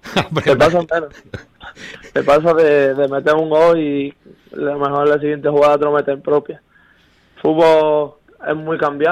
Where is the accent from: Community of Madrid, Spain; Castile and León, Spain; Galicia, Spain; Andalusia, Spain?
Andalusia, Spain; Albuñol; moved away; haber tenido mi infancia y mi juventud en Albuñol